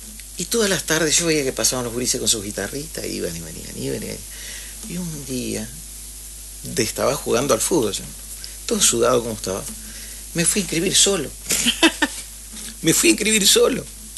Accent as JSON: {"language": "Spanish", "town": "Paraná", "region": "Entre Ríos", "country": "Argentina", "tie": "born there", "also_born_or_lived": "Maciá, Entre Ríos", "said": "yo tenía 9, 10 años cuando de Maciá salimos para Paraná."}